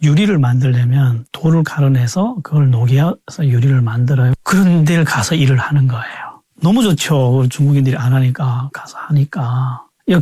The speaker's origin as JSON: {"language": "Korean", "town": "Chongjin", "region": "North Hamgyong", "country": "North Korea", "tie": "born or raised there", "moved": "as an adult", "said": "제가 집이 청진이거든요."}